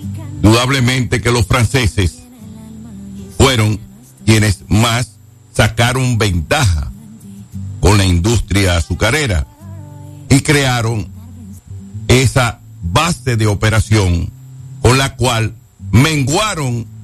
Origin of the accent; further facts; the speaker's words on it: Dominican Republic; nosotros somos una consecuencia hispanoamericana, los dominicanos.